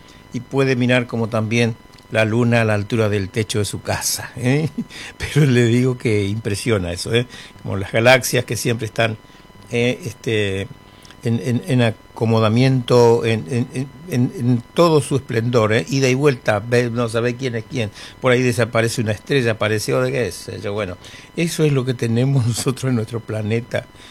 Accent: Chaco, Argentina; born there; moved away; A mi gente del Chaco. En el lugar donde nací, residencia de la plaza, mi pueblo. Todos mis parientes que tenemos por allá, tengo por allá mis parientes.

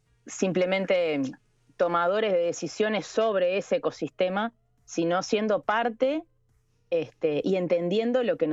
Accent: Uruguay; nosotros como uruguayos

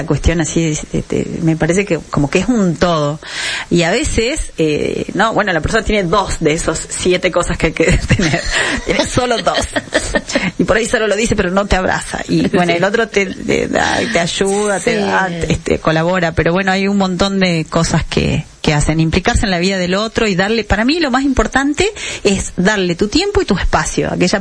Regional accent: Animaná, Salta, Argentina; yo soy de Animaná

